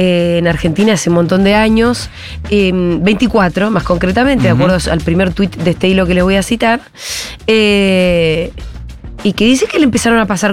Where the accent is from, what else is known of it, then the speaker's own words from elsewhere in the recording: Mexico; Soy mexicana, morena, chaparrita, viajo sola, era obvio el prejuicio.